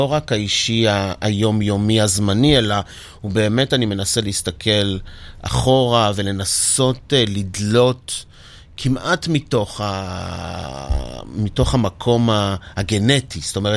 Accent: Azor, Central District, Israel; אני גדלתי באזור, זה מקום מאוד מאוד קטן, אבל היו הכל, היו הונגרים והיו רוסים והיו תימנים והיו ואני הייתי חצי מצרי וחצי פולני.

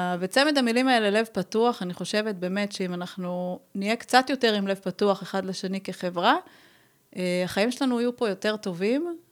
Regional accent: Beersheba, Southern District, Israel; ההורים שלי עלו שניהם מאיראן, אני גדלתי בבאר שבע, ואני חושבת שהחיים בבאר שבע של לפני 41 שנה, הנה חשפתי את גילי פה ברדיו.

